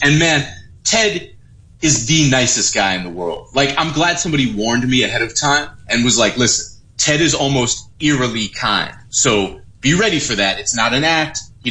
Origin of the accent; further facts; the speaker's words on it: Boston, Massachusetts, United States; I'm from Boston